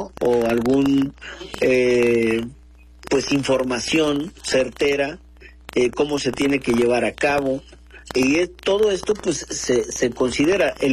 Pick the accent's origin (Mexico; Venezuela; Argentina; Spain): Mexico; Acapulco, Guerrero; En mi caso particularmente de Acapulco, de donde soy originario.